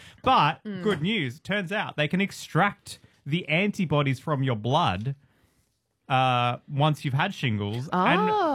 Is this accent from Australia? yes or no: yes; Melbourne, Victoria, Australia; Well, so I grew up in McKinnon in Melbourne.